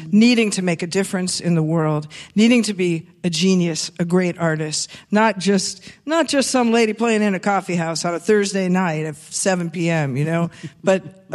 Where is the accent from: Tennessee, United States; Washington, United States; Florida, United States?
Washington, United States; Seattle; given just my age and when I grew up in Seattle, you know, I was a new wave girl